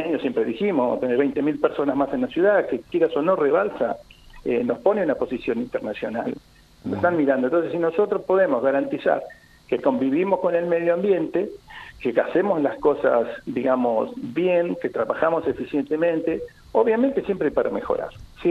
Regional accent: Puerto Madryn, Chubut, Argentina; yo soy de Madryn, me conoce todo el mundo

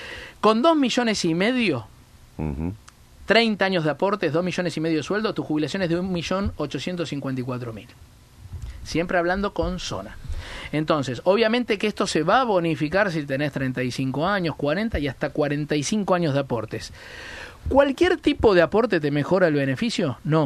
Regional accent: Argentina; now in Patagonia, Argentina; Yo soy de Buenos Aires

